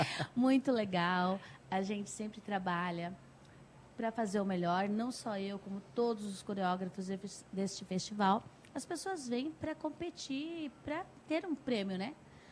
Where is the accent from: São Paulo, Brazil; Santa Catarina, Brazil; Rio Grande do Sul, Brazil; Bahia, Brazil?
Santa Catarina, Brazil; Joinville; Sou também, sou joinvilense raiz.